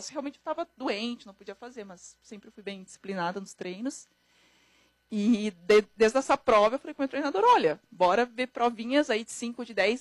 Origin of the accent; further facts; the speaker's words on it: Porto Alegre, Rio Grande do Sul, Brazil; Daí eu decidi fazer em Porto Alegre, que era, enfim, onde eu cresci, né?